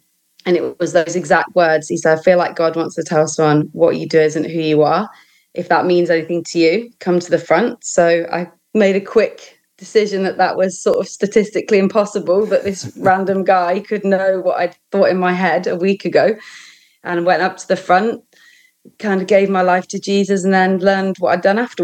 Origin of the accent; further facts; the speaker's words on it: Nottingham, East Midlands, United Kingdom; also born or lived in Cornwall; now in Dunbar, United Kingdom; I'm from about the middle, Nottingham.